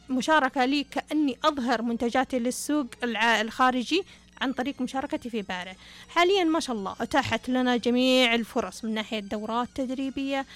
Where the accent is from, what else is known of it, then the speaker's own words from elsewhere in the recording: Asir, Saudi Arabia; بما أن عندنا هنا في منطقة عسير